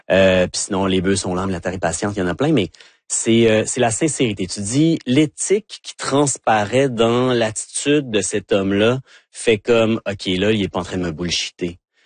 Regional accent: Vanier, Canada; born there; je suis né à Vanier, en face du marché du store. Mais donc je suis un deuxième génération.

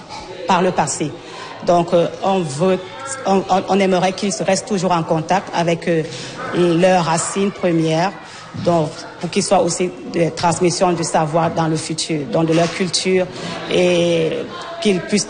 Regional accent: Cameroon; un pays très riche en culture et aussi en paysage, parce que nous avons toutes sortes de paysages chez nous au Cameroun.

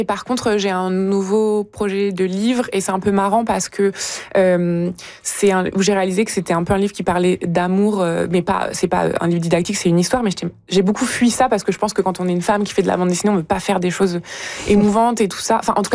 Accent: France; Je dis du coup parce que je suis française

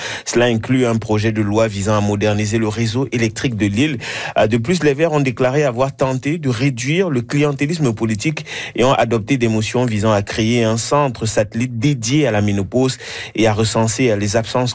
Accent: Cameroon; now in Canada; le Cameroun, qui est mon pays d'origine

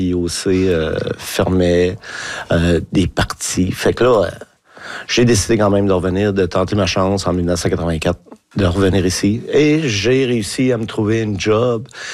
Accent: Sept-Îles, Quebec, Canada; Dans les faits, je suis né à Sept-Îles. J'ai toujours adoré ma ville.

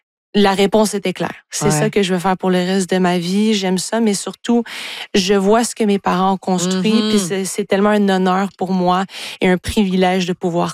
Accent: Beauharnois, Quebec, Canada; born there; moved away as an adult; also born or lived in Ottawa; mon conjoint et moi, on a décidé de revenir à Beauharnois. Parce qu'en effet, c'est ça, je pratiquais le droit et j'étais à Ottawa.

